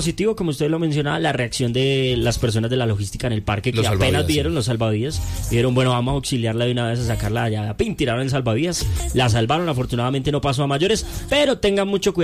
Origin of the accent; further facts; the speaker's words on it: Bogotá, Colombia; para los que somos de aquí de Bogotá